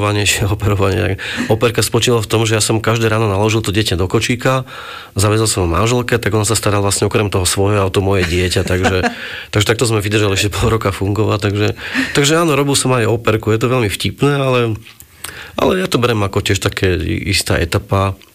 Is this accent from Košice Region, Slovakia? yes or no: no; Bratislava, Bratislava Region, Slovakia; born there; also born or lived in Malacky / Rohožník / London; now in Stupava, Slovakia